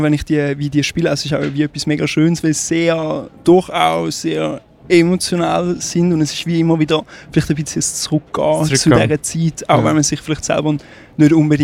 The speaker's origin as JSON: {"language": "German", "region": "Thurgau", "country": "Switzerland", "tie": "born or raised there", "lives_now": "Schaffhausen, Switzerland", "said": "Also ich komme, jetzt bin ich gerade wohnhaft in Schaffhausen, ja. Aber aufgewachsen bin ich im Thurgau."}